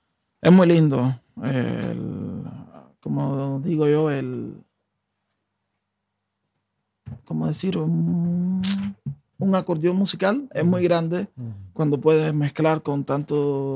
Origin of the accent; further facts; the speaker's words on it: Pinar del Río, Cuba; moved away as an adult; now in Oslo, Norway; Soy de Pinar del Río.